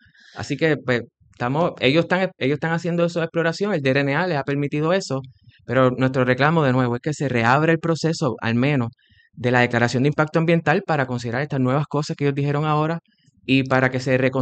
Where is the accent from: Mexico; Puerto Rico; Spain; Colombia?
Puerto Rico; Cabo Rojo; Yo soy de Cabo Rojo y esa es mi área.